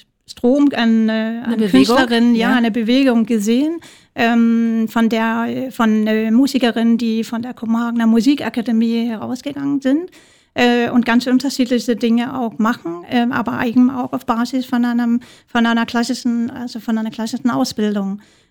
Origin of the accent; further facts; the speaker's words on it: Denmark; Gut, man könnte sagen, als Dänin muss ich unbedingt den dänischen Act nennen